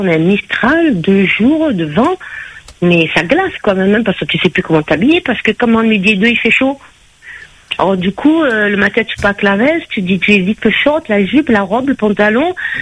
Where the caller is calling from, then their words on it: Marseille, Provence-Alpes-Côte d'Azur, France; je vous appelle de Marseille.